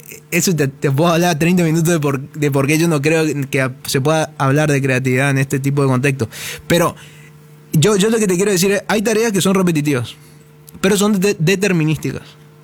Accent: Argentina; soy argentino

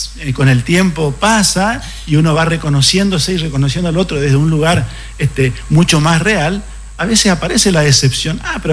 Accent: Argentina; Porque también nosotros como argentinos tenemos esta gesta malvinense

